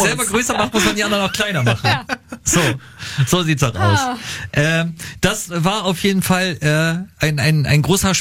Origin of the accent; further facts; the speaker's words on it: Lower Saxony, Germany; ich komm aus Niedersachsen, wir kommen vom Dorf. Für uns ist Hannover immer noch die große weite Welt.